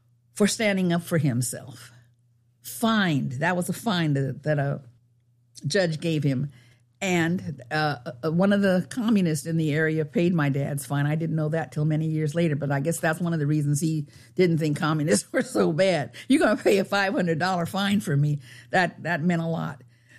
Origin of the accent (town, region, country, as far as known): United States; born or raised there